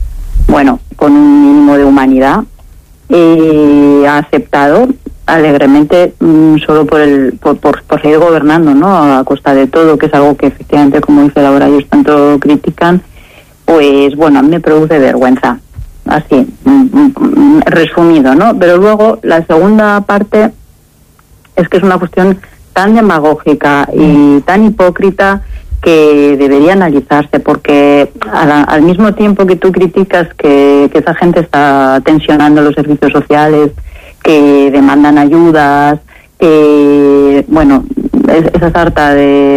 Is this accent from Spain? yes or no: yes; Spain; quien viva en España, yo soy española